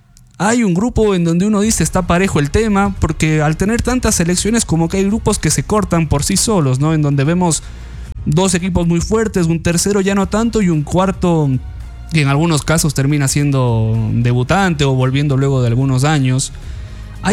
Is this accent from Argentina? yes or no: no; Ecuador; es un grupo que hay que tenerlo muy en cuenta como ecuatorianos